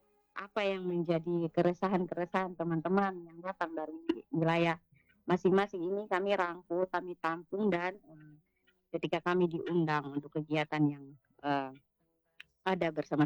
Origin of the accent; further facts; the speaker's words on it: Kupang, East Nusa Tenggara, Indonesia; biasa kita orang Kupang dan kiri-kiri kan mereka bisa mengolah dan menjualnya di rumah